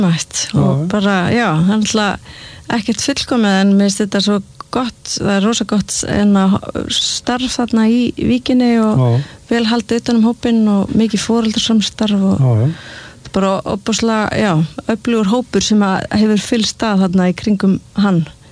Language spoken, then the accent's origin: Icelandic; Seltjarnarnes, Capital Region, Iceland; also born or lived in Reykjavík; Já, ég ólst upp á Seltjarnarnesi þar til ég var 12 ára og svo flutti í vesturbæinu.